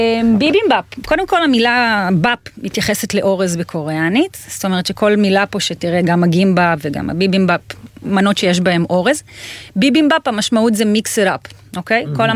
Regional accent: Petah Tikva, Central District, Israel; אני פתח תקוואי דור שלישי

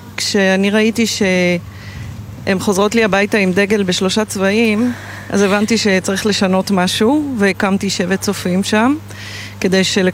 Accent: Jerusalem, Jerusalem District, Israel; moved away as an adult; also born or lived in Atlanta; now in Ra'anana, Israel; נולדתי פה, גדלתי פה, בירושלים.

